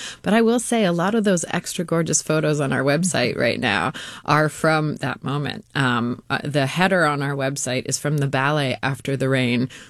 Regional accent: Lake Tahoe, United States; You know, I mean, Lake Tahoe, I'm not complaining. Growing up in Lake Tahoe is a really fabulous thing.

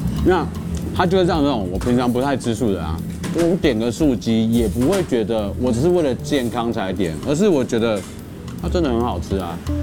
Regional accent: Banqiao, New Taipei, Taiwan; born there

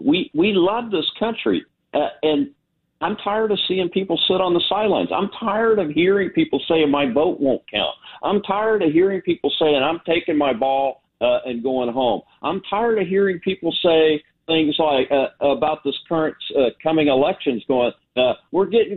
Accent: United States; as an American

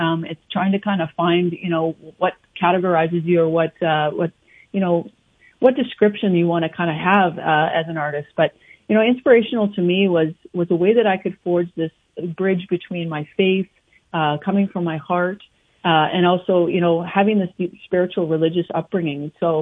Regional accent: Canada; I grew up in the southwest corner of our province here on a cattle grain farm. So I was a country girl through and through.

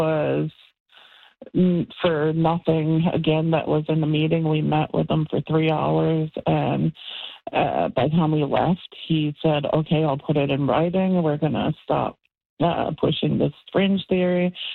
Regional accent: Newfoundland and Labrador, Canada; It was my whole childhood. I grew up in Uchmeet on the land in the country. I learned the Innu way of life.

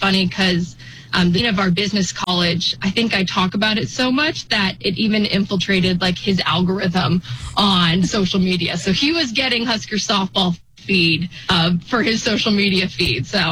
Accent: Tucson, Arizona, United States; I am back in my hometown in Tucson, Arizona.

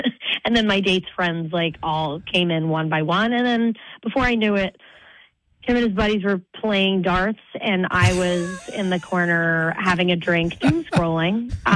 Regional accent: Brooklyn, New York, United States; I'm originally from Brooklyn and whatever.

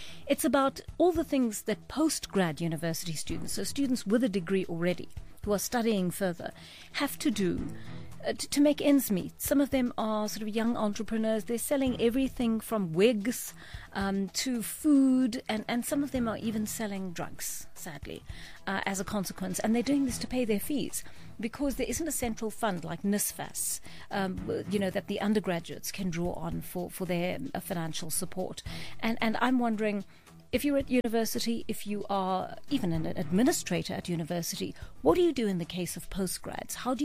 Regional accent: South Africa

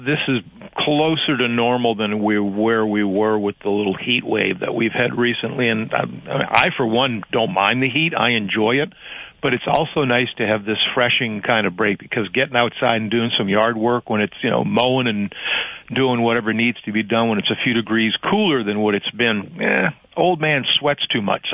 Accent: Louisiana, United States; Grew up in that part of the world where you know it's a blessing to be a Cajun.

